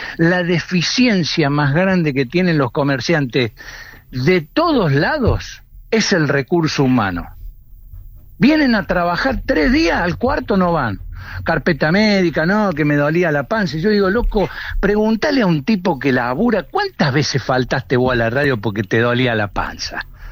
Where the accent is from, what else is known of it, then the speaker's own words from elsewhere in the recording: Córdoba, Argentina; Soy cordobés, soy sarcástico.